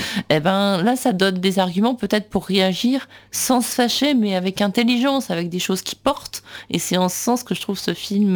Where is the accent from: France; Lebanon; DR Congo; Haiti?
France; moi, je ne suis pas d'origine juive, mais ceci dit, je suis française